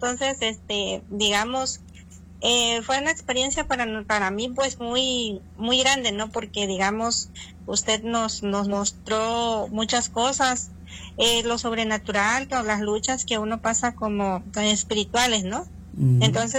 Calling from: San Gabriel Mixtepec, Oaxaca, Mexico; yo soy de San Gabriel, Mixtepec, Oaxaca.

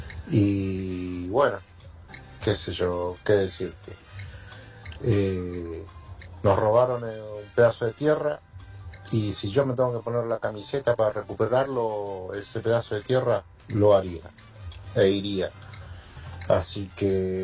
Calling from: Moreno, Buenos Aires Province, Argentina

